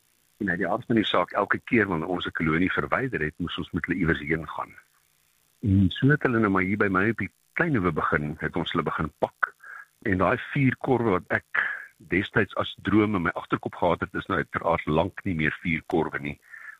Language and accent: Afrikaans; Alberton, Gauteng, South Africa; born there; also born or lived in Nigel, Gauteng; ek het aanvanklik in Alberton was op laerskool en van daar het my ouers verhuis na Nigel, waar my pa saam met Wyle … 'n ingenieursbesigheid van stapel gestuur het. En ek het aan Hoërskool John Vorster gematrikuleer.